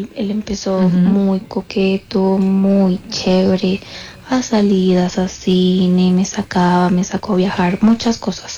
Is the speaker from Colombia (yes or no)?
yes; Valledupar, Cesar, Colombia; Yo soy de Valledupar y yo lo conocí en una licorería, ¿sí?